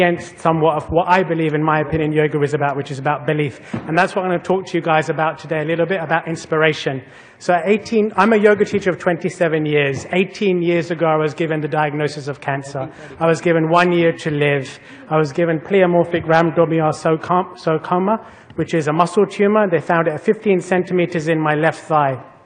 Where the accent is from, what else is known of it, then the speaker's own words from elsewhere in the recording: London, United Kingdom; I'm from London, UK.